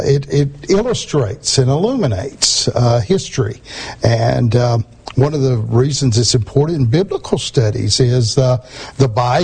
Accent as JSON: {"language": "English", "region": "Georgia", "country": "United States", "tie": "born or raised there", "said": "I know when I was a kid growing up in North Georgia, I used to love to dig things up in the yard."}